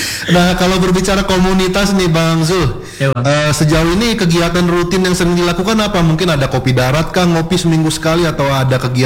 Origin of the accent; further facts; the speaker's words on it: Jakarta, Indonesia; moved away; saya lahir besar di Jakarta dulu.